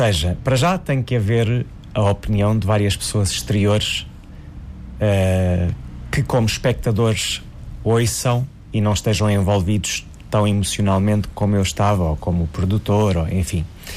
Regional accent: Sines, Alentejo, Portugal; now in Lisbon, Portugal; eu nasci em Lisboa, mas cresci em Sines, é de lá que estão todas as minhas raízes, a minha família toda ainda vive lá

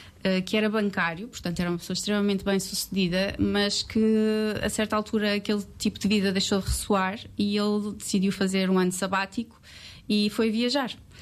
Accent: Aveiro, Centro, Portugal; also born or lived in Porto; Nasci cá, estudei no Porto, na altura da universidade, mas sempre estive em Aveiro.

